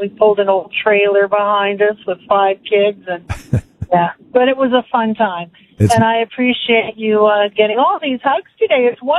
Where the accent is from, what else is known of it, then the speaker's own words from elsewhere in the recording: Bradwell, England, United Kingdom; Okay. I'm from Bradwell.